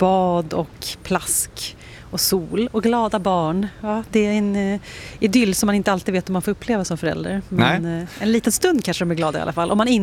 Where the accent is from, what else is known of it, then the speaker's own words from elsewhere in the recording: Södertälje, Stockholm County, Sweden; moved away; Jag är ju från Södertälje från början och där sa ju vi till exempel majbrasa.